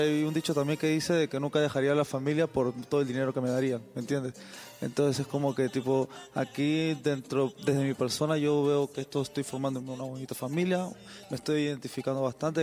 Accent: Lima, Peru

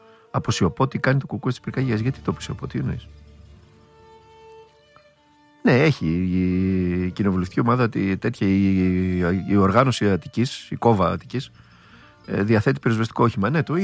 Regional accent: Greece; εμείς ως Έλληνες πολίτες

